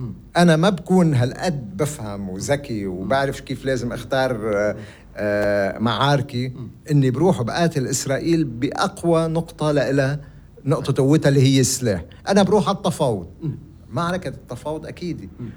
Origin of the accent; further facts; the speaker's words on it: Lebanon; كلبنانيين